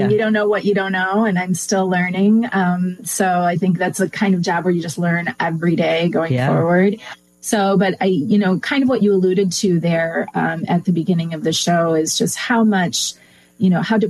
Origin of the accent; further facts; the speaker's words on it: Michigan, United States; So I grew up in West Michigan, you know, typical blue collar family.